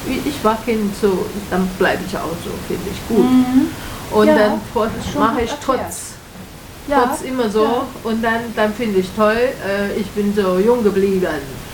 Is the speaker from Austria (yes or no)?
no; Taiwan; German is a second language; Und jetzt sehe ich, was Taiwan, ich komme aus Taiwan, und Taiwan, junge Leute, sag mal, durchschnittlich ab 20-Jährige, die sind alles in der Uni gegangen